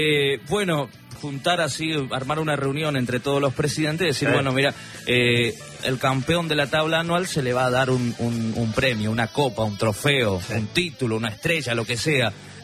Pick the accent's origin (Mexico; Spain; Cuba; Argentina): Argentina; Puerto León, Misiones; moved away; yo estudié en la 247 de Puerto León y la provincia de Misiones, allá casi al límite con Paraguay, son 3 kilómetros lo que separa, después viene el río Paraná, y bueno, y la secundaria lo hice en el bachillerato 25 de la misma localidad, ahí en Puerto León.